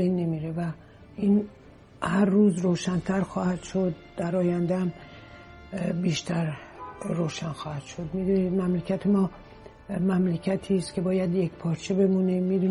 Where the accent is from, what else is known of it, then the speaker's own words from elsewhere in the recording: Iran; همه ما ایرانی هستیم